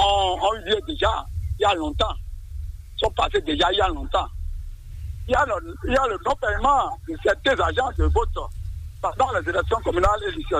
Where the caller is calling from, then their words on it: Adjohoun, Ouémé, Benin; Je vous appelle depuis Agenlaré-Dagelo, dans la commune d'Adjoum, à Rosson d'Adjoumité.